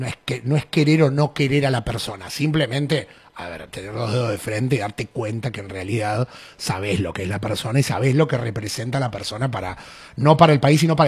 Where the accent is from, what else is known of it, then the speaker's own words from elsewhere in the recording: Argentina; Soy argentino